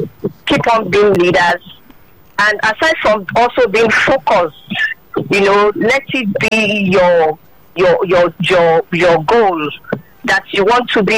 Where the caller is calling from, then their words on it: Magboro, Ogun, Nigeria; This is Dr. … I'm calling from Magboro.